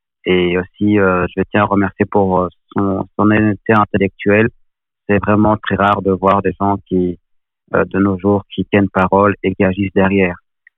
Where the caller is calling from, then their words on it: Nivelles, Wallonia, Belgium